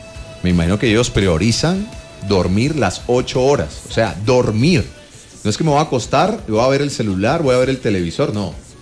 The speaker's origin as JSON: {"language": "Spanish", "country": "Colombia", "said": "Yo te digo, uno acá como colombiano, uno cree y tiene la fe en Colombia"}